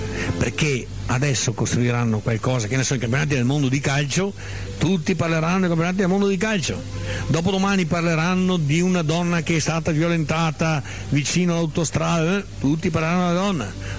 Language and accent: Italian; Veneto, Italy